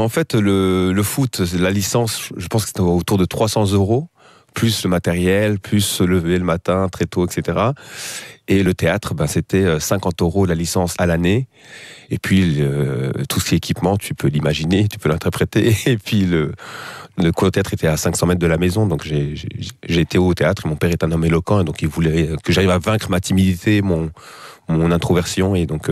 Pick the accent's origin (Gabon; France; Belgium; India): Belgium; Flanders; born there; also born or lived in Benin; Je suis en Belgique depuis 1999, voilà, et ça fait maintenant 26, 27 ans